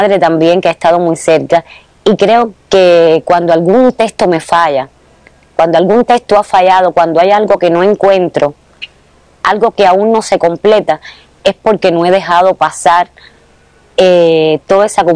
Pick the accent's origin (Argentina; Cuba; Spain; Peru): Cuba; Soy una mujer cubana, que se parece muchísimo al público que va a ver a la sala. Soy también una mujer latinoamericana